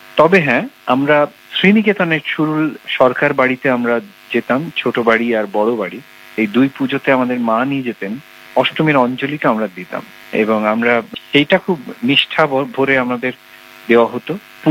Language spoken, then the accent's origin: Bangla; Santiniketan, West Bengal, India; আমার ছোটবেলা তো শান্তিনিকেতনে কেটেছে